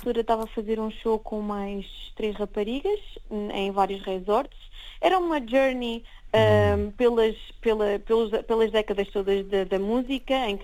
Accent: Aveiro, Portugal; born there; also born or lived in Porto; Portugal. Eu nasci em Aveiro

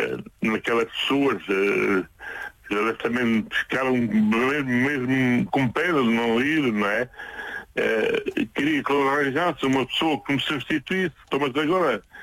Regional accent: Mata, Centro, Portugal; born there; Eu nasci na Mata, é uma aldeia perto aqui de Castelo Branco, 17 quilómetros de Castelo Branco

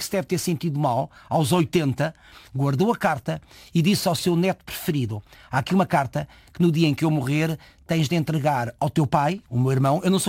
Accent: Lisbon, Portugal; born there; Atenção que eu nasci em Lisboa, minha mãe conhece o meu pai em Lisboa, volta para Coimbra, que é um meio pequeno.

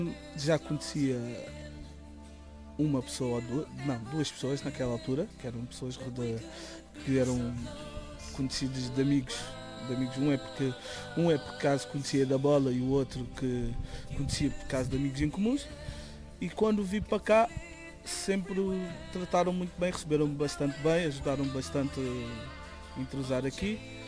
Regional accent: Portugal; born there; Nasci em Portugal, não nasci cá no bairro de Alcoitão.

